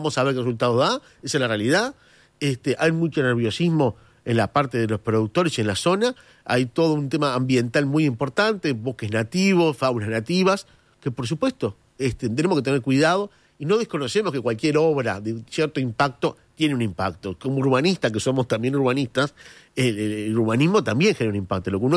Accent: San Ramón, Canelones, Uruguay; Yo me crié en el río Santa Lucía, me crié en San Ramón Canelones, a la orilla del río Santa Lucía.

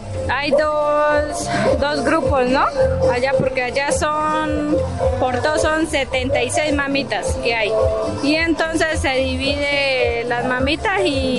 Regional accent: Cauca, Colombia; vengo de la vereda de Huellas.

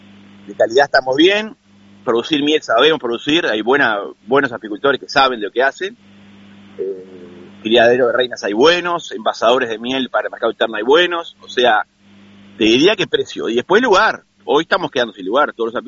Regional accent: Minas, Lavalleja, Uruguay; se festeja en Minas, justo en mi tierra, en La Valleja.

